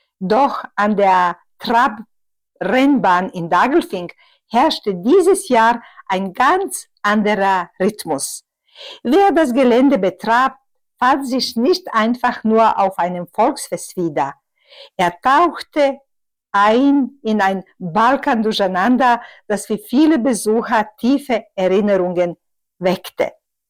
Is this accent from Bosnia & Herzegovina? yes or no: yes; Bosnia & Herzegovina; German is a second language; Aus Bosnien, Nordbosnien, ein kleiner Staat, heißt Otok.